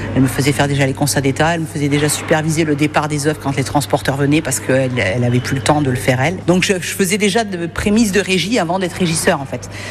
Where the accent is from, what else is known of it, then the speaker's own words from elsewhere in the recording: Valence, Auvergne-Rhône-Alpes, France; Parce que moi, je suis originaire de Valence, hein, donc je ne suis pas allée bien loin en fait.